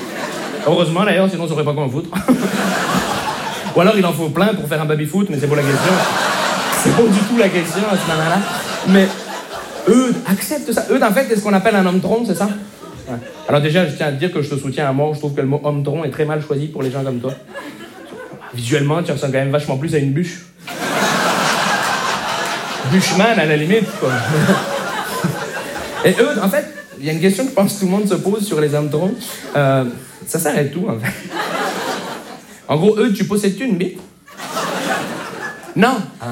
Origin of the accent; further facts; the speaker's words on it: Montreal, Quebec, Canada; je viens de Montréal.